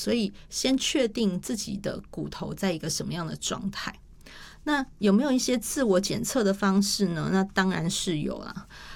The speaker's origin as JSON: {"language": "Chinese", "country": "Taiwan", "said": "所以在我们台湾人的平均的寿命越来越长了，"}